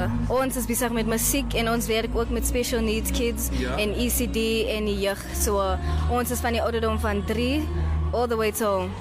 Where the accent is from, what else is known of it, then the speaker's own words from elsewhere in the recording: Macassar, Western Cape, South Africa; Ek is van Makassa in die Kaapstad.